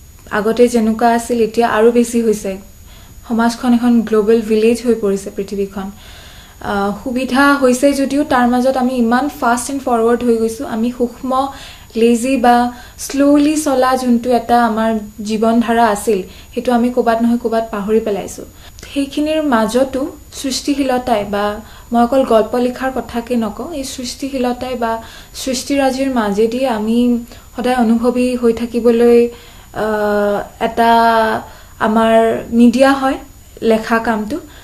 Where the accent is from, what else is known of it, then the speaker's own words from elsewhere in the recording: Guwahati, Assam, India; also born or lived in Delhi; মোৰ জন্ম গুৱাহাটীতে। মই স্কুলিং কৰিছোঁ ছেইণ্ট ষ্টিফেন স্কুল গুৱাহাটী, খ্ৰীষ্টান বস্তিত।